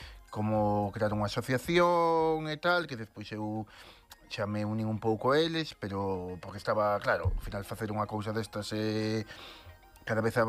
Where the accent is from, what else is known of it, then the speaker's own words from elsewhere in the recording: Vilaxoán, Galicia, Spain; E, bueno, somos de Vilaxoán, da Terra das Revenidas, onde se canta moi ben e se bañan as mantidas.